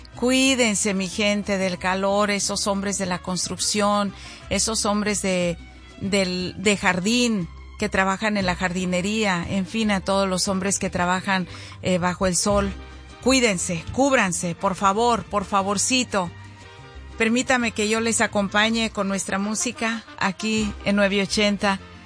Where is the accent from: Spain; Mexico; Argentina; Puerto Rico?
Mexico; now in United States; Somos mexicanos y mexicanos